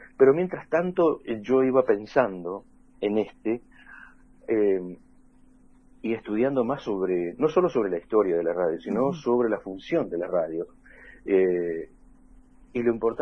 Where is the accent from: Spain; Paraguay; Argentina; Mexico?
Argentina; Patagonia; yo soy patagónico.